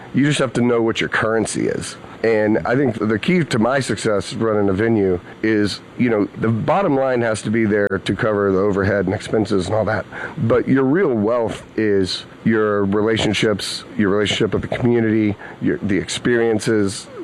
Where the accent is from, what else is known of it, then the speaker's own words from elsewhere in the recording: Texas, United States; also born or lived in Louisiana; I grew up in the South, right? Texas and Louisiana, and both sides of my family were blue-collar, middle-class people.